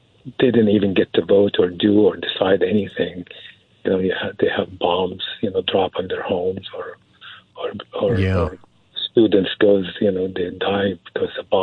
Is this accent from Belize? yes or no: no; Syria; moved away as an adult; now in United States; I'm a big believer in God, because I'm from Syria. I grew up in Syria, and I came to this country at 18